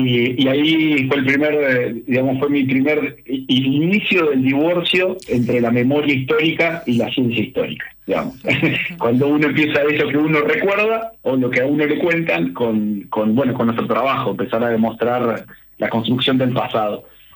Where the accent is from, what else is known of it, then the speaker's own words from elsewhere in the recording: Colón, Entre Ríos, Argentina; me presentabas como de Colón, ¿no?, que es de donde soy residente y viví buena parte de mi vida. Yo vivo muy cerca del puerto